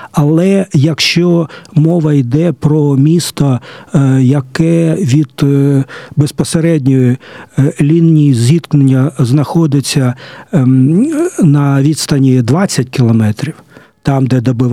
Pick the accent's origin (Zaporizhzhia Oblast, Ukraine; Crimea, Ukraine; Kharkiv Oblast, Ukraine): Zaporizhzhia Oblast, Ukraine; Zaporizhzhia; від мого рідного Запоріжжя